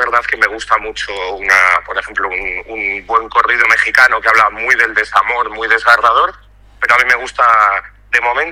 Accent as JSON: {"language": "Spanish", "area": "Soria", "region": "Castile and León", "country": "Spain", "tie": "born or raised there", "moved": "yes", "lives_now": "Madrid, Spain", "said": "en mi pueblo, que está allí en la montaña, en Soria."}